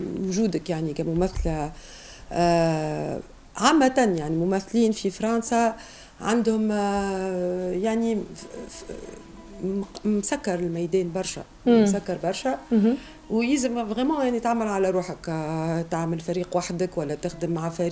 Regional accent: Tunisia; moved away as an adult; also born or lived in France; دونك وليت جيت ال 2001 رجعت لتونس باش دخلت يعني ندرس في الجامعة.

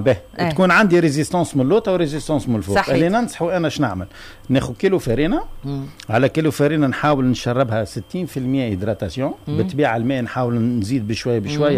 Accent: Tunisia; moved away; احنا كتونسي

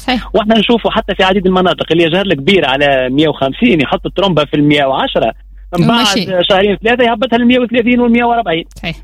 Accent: southern Tunisia, Tunisia; احنا عندنا في الجنوب

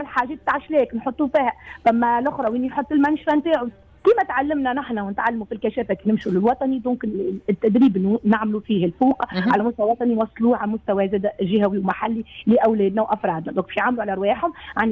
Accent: Tunisia; كما نحن عندنا في تونس في الوطن

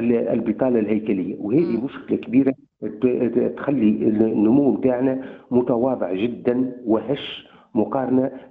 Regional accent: Tunisia; إحنا كاقتصاد تونسي

